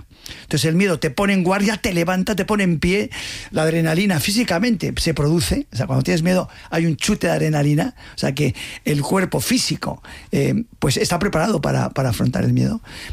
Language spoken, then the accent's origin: Spanish; Pamplona, Navarre, Spain; born there; also born or lived in Madrid / Germany / Russia / United States; Bueno, yo nací en Pamplona, pero he vivido mucho en Madrid, he vivido también en el extranjero, más de la mitad de mi vida he vivido fuera, mucho en Alemania, en Rusia, he vivido mucho en Estados Unidos.